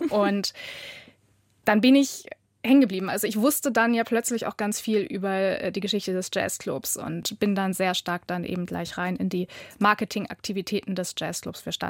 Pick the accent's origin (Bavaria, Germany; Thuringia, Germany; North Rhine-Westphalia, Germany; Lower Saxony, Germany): Lower Saxony, Germany; Hanover; Ich bin gebürtige Hannoveranerin. Ich bin auch begeisterte Hannoveranerin, also eine Lokalpatriotin durchaus.